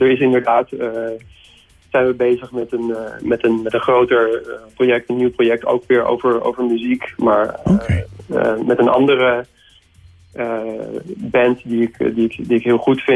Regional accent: Haarlem, North Holland, Netherlands; born there; Juist ook omdat het inderdaad in Haarlem is, mijn geboortestad.

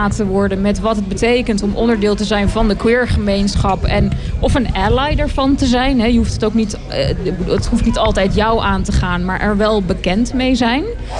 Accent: Haarlem, North Holland, Netherlands; Ik ben 39. Ik ben geboren en getogen in Haarlem. Kom uit Schalkwijk.

